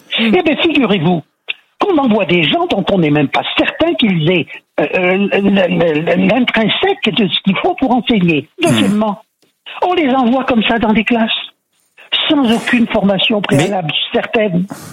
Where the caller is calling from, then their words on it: Saint-Beauzire, Auvergne-Rhône-Alpes, France; J'habite à Saint-Bosire.